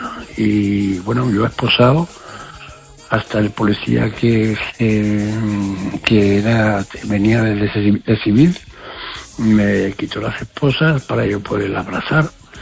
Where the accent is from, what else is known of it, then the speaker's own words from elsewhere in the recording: Spain; bueno, llegué aquí, soy español, pero resulta de que la situación por a finales de los años 80